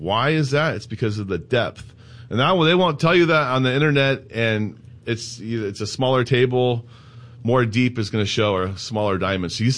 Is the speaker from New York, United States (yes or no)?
no; San Diego, California, United States; I wanted to come back to where I'm from. I'm born and raised in San Diego.